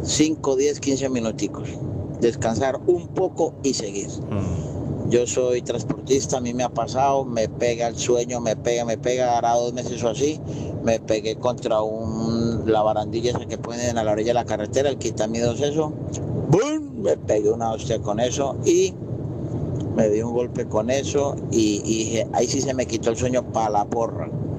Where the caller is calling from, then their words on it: Obando, Valle del Cauca, Colombia; pero yo soy del Valle. Yo soy de Obando.